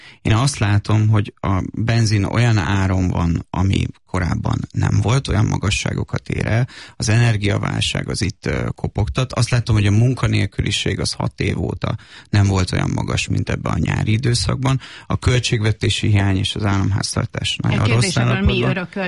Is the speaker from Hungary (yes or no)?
yes; Hungary; fontos, mert magyarok vagyunk, és azt szeretnénk, hogy ez az ország egy stabil, biztonságos és fejlődő ország legyen.